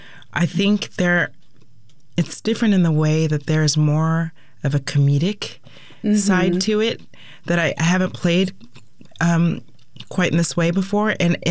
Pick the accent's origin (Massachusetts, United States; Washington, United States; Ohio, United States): Washington, United States; Lakewood; I grew up in Lakewood, Tacoma, Pierce County